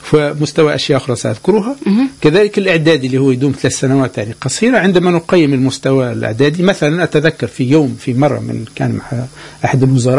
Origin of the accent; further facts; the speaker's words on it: Tunisia; عندنا في تونس